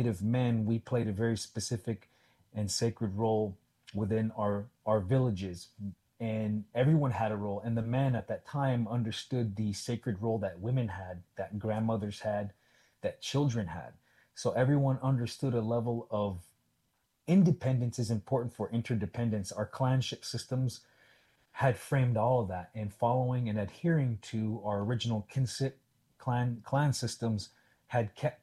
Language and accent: English; Salt River, Arizona, United States; born or raised there